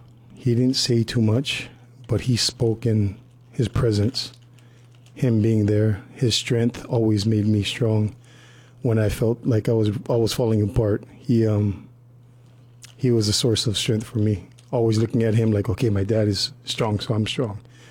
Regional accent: Colorado Springs, Colorado, United States; now in Hawaii, United States; So much of my childhood was in Colorado Springs, and we moved here to, we moved back to Hawaii when I was about 11, 12 years old.

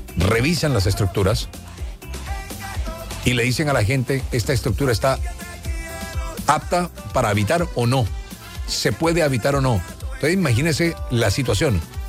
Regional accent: Colombia; Todos somos colombianos.

